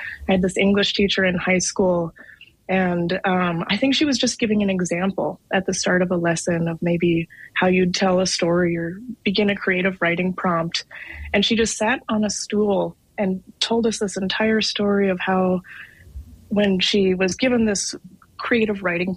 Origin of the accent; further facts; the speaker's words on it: North Dakota, United States; also born or lived in New York; it happens to be in my home state of North Dakota, spent the last 8 years in New York, and now I've built this fantastic skill set, this experience, this expertise, and bringing it back to Western North Dakota